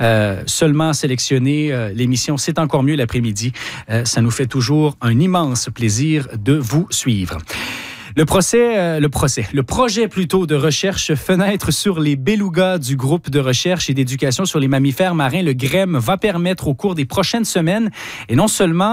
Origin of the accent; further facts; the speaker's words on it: Rimouski, Quebec, Canada; je suis originaire de Rimouski et vous y êtes depuis un bon moment.